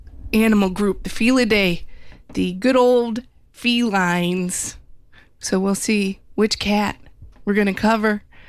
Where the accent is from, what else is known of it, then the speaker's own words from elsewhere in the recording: Midwest, United States; I'm a Midwesterner